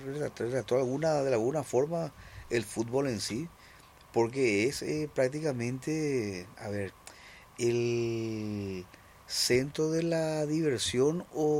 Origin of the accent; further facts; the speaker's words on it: Paraguay; porque teníamos ese sentir de que todo lo que era paraguayo no vale.